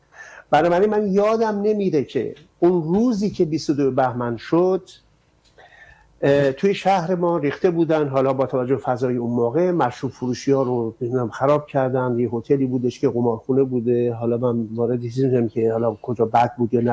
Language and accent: Persian; Amol, Mazandaran, Iran; born there; من مال آمولم توی مازندران